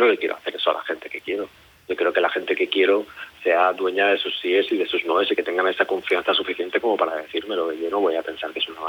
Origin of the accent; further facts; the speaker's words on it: Manacor, Balearic Islands, Spain; Sí, yo soy de Manacor.